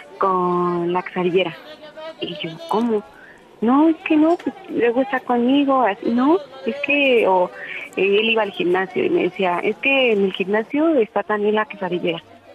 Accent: Mexico City, Mexico; 34, de Ciudad de México.

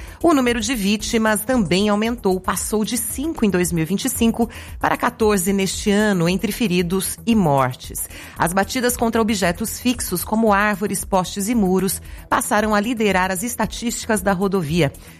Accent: Brazil; Eu vou puxar a sardinha lá pra minha quebrada, pro Jardim Ouro Verde, Avenida Suassuna.

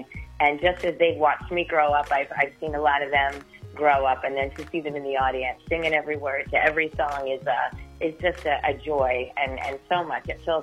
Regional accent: Staten Island, New York, United States; I'm a New York girl. I was born in Long Island, and, you know, I grew up in Staten Island

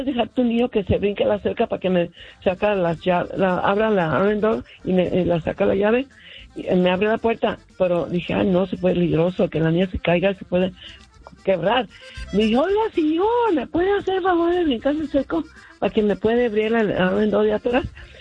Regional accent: McAllen, Texas, United States; born there; moved away; me acordaba de mi pueblo, porque yo soy mayor, pero no me regresaría a Texas

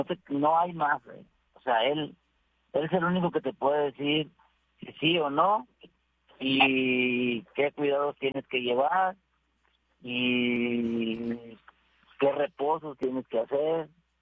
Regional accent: Monterrey, Nuevo León, Mexico; yo soy de Monterrey y en Monterrey no puedes

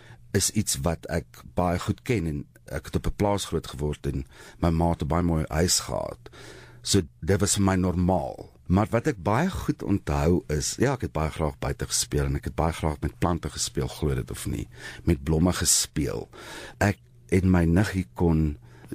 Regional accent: Memel, Free State, South Africa; also born or lived in Vrede; Ek is gebore en groot geword op Memel in die Vrystaat en ek was op Vrede in die skool. Ek is baie trots daarop. Dit is my baie lekker om te sê ek kom van daai wêreld af

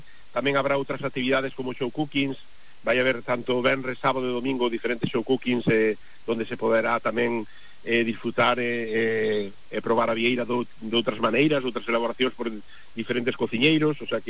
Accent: Cambados, Galicia, Spain; Sí, a verdade é que eu sempre digo unha frase, que eu son de Cambados

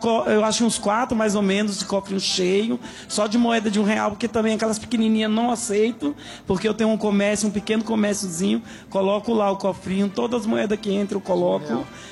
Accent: São Paulo, Brazil; Eu venho lá do Capão Redondo.

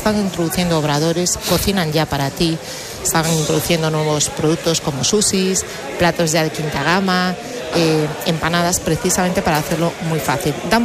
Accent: Galicia, Spain; yo que soy gallega

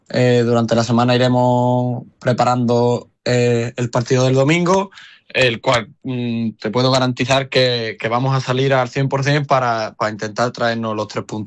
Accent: Andalusia, Spain; Yo estaba aquí en mi pueblo jugando en Primera Andaluza

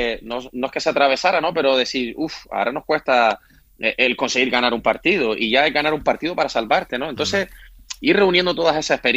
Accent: Canary Islands, Spain; Estamos en un club de cantera y como canario y como, pues bueno, habitante de la isla, todos queremos lo bueno para el club, ¿no?

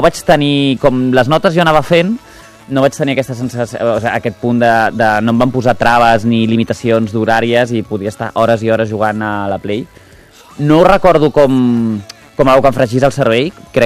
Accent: Barcelona, Catalonia, Spain; Em vaig criar a Sant Gervasi, entre plaça Bonanova i plaça Kennedy.

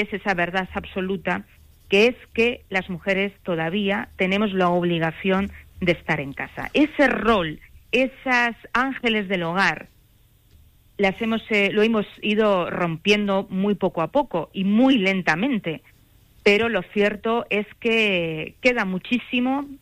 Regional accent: Andalusia, Spain; now in Madrid, Spain; Pero actualmente, como yo digo, soy una manchega cordobesa errante y actualmente vivo en Madrid.

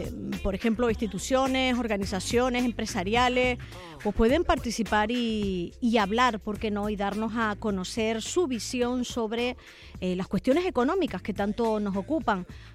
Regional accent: Canary Islands, Spain; Pues bueno, pues somos todos canarios y no viene nada mal.

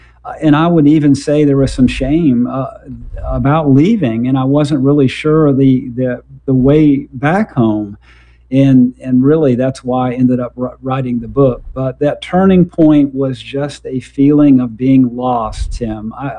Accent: South Carolina, United States; And I grew up near Charleston, South Carolina.

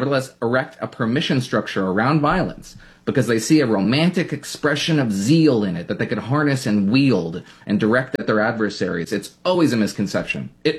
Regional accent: Newark, New Jersey, United States; in my home state, Newark, New Jersey

